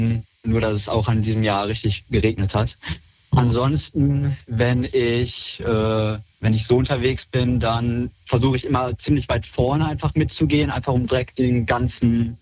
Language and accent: German; Solingen, North Rhine-Westphalia, Germany; Hier in meiner Heimatstadt, Solingen, da ist der CSD so ein bisschen gewachsen